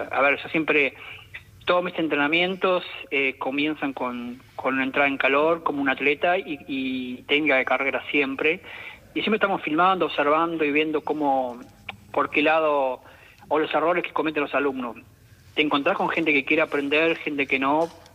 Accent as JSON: {"language": "Spanish", "region": "Entre Ríos", "country": "Argentina", "tie": "born or raised there", "said": "Clara el 20 de julio, 9 de julio Villaguay, que está cerca de mi pueblo."}